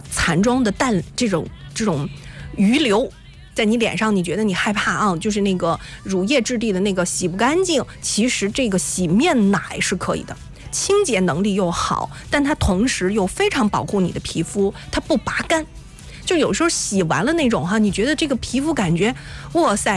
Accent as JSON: {"language": "Chinese", "region": "Shandong", "country": "China"}